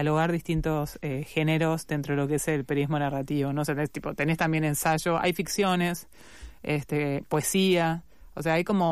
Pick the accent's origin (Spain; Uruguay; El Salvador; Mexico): Uruguay; now in Argentina; yo soy uruguaya, viviendo en Argentina